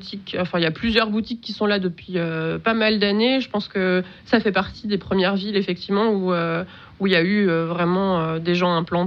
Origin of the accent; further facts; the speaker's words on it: Grand Est, France; moved away as an adult; now in Besançon, France; j'ai toujours grandi en Alsace, j'ai fait mes études en Alsace.